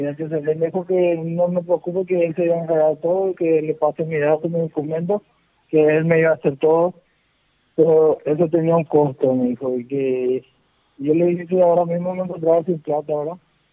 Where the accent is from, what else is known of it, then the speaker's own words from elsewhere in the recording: Cordillera, Paraguay; now in Pedro Juan Caballero, Paraguay; No sé, soy de Cordillera, pero estoy viviendo acá hace 3 años.